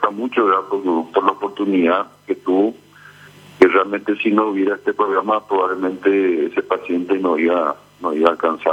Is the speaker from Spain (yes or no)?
no; Concepción, Paraguay; Somos todos aquí de Concepción, prácticamente